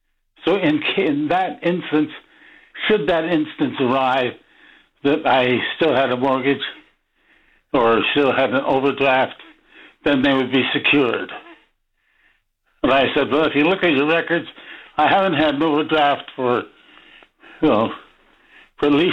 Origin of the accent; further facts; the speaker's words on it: Toronto, Ontario, Canada; moved away; Toronto, which is my hometown.